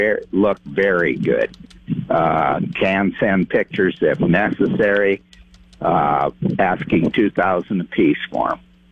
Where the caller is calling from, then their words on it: Randolph, United States; from Randolph.